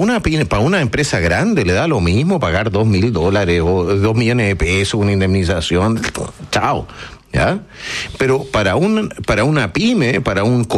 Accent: Chile; somos todos chilenos, los empresarios y los trabajadores somos chilenos

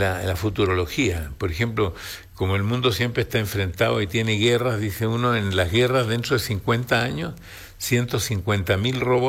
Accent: Chile; moved away as an adult; now in United States; yo soy chileno.

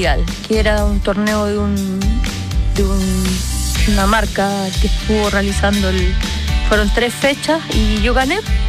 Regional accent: San Antonio, Valparaíso, Chile; born there; Me crié también mucho en San Antonio.

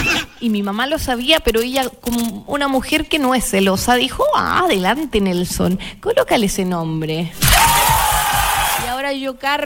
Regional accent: San Rosendo, Biobío, Chile; Yo vengo de San Rosendo a vivir a la ciudad.

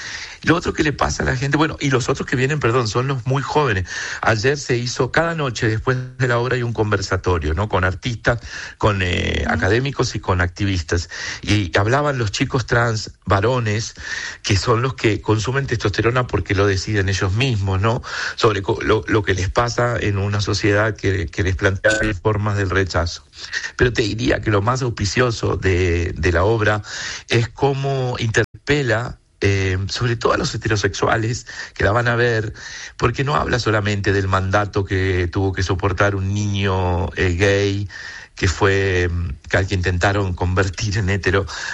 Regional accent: La Unión, Los Ríos, Chile; born there

